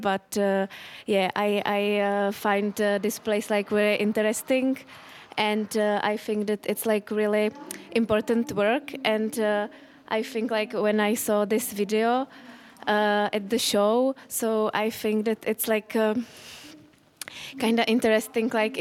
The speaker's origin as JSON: {"language": "English", "country": "Czechia", "second_language": "English", "said": "from Czech Republic, and this is our last day in Vienna."}